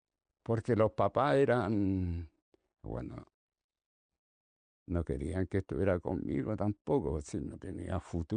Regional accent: Chile

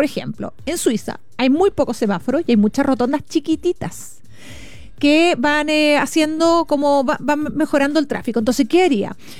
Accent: Chile; nosotros como chilenos tenemos mucha cultura vial y mucha cultura de tránsito.

